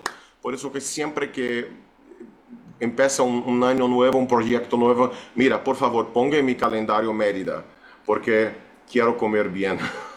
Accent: Salvador, Bahia, Brazil; Spanish is a second language; mi tierra natal, que es Salvador Bahía

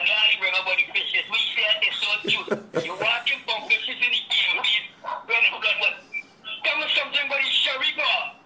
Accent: Queenstown, Eastern Cape, South Africa; My childhood days in Queenstown, Essex River was wonderful.

